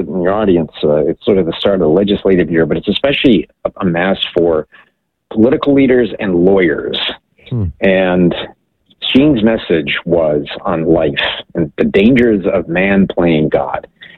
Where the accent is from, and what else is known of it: Hawaii, United States; born or raised there; also born or lived in Germany